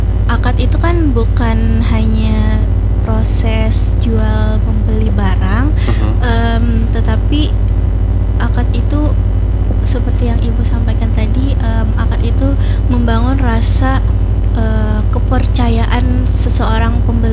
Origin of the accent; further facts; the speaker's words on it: Banjarbaru, South Kalimantan, Indonesia; Ulun sebagai warga Banjarbaru, warga Banjarbaru.